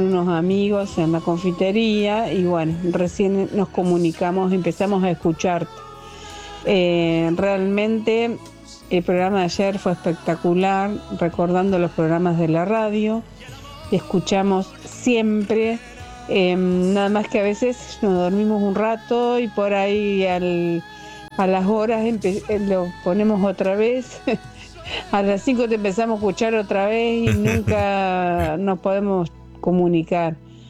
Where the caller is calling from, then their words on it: Concepción del Uruguay, Entre Ríos, Argentina; Soy de Concepción del Uruguay, Entre Ríos.